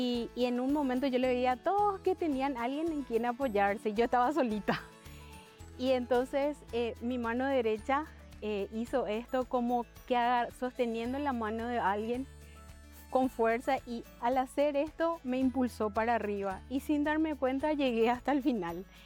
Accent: Paraguay; soy de Paraguay, soy una peregrina que llegó hasta acá

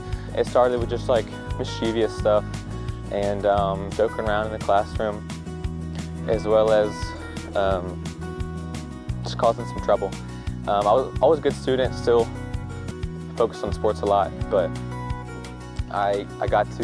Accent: Louisiana, United States; I'm from Louisiana, really close, big family.

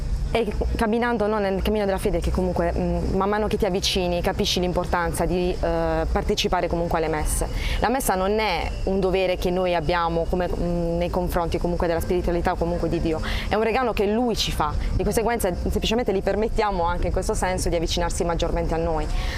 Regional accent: Bari, Apulia, Italy; vengo da Bari, dall'Italia.

